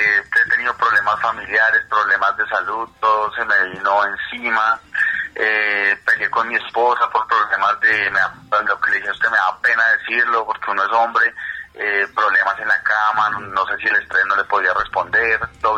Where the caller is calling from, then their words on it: Fresno, Tolima, Colombia; yo estoy hablando aquí desde el Fresno, Tolima.